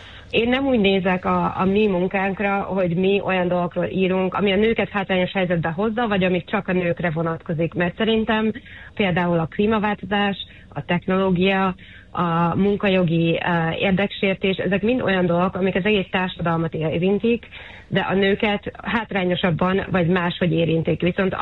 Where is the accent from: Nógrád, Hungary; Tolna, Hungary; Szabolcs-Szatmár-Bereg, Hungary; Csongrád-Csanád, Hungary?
Csongrád-Csanád, Hungary; Szeged; moved away as an adult; Így van, Szegeden születtem, és büszke szegedi vagyok.